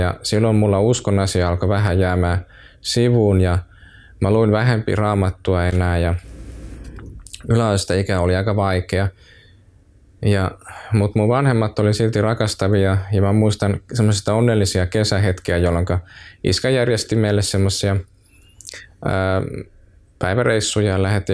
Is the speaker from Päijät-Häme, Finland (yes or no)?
yes; Heinola, Päijät-Häme, Finland; now in Helsinki, Finland; Mä oon Heinolasta kotoisin ja siellä mulla on vanhemmat, asuttiin pitkän aikaa siellä Heinolassa